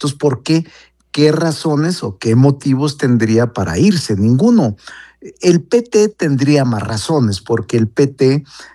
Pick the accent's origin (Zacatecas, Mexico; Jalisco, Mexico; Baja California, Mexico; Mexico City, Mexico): Zacatecas, Mexico; O incluso Zacatecas, mi tierra, hombre